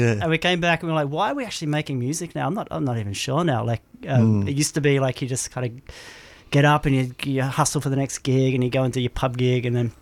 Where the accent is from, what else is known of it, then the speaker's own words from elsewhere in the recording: Adelaide, South Australia, Australia; I'm from Adelaide